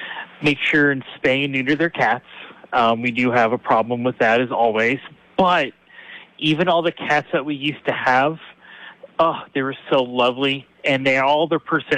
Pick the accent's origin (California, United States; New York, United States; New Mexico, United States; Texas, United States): New Mexico, United States; Tome; Growing up in Tome